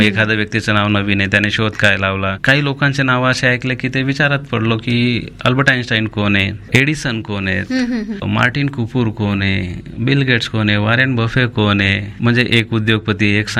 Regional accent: Maharashtra, India; also born or lived in Ahmedabad; now in Jalgaon, India; माझं बालपण आपला जळगाव पासून 25-30 किलोमीटरवर एक गाव आहे धरणगाव तालुक्यामध्ये सातखेडा म्हणून, तिथंच माझा जन्म झाला। आणि चावलखेडा म्हणून तिथं निळकंठेश्वर हायस्कूल शाळा आहे, तिथं 5वी ते 10वी मी शिक्षण घेतलं

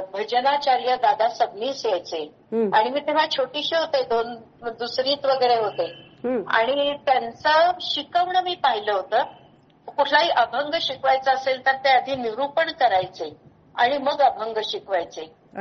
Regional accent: Talegaon Dabhade, Maharashtra, India; माझं बालपण तळेगाव दाभाडे या छोट्याशा गावामध्ये गेलं.

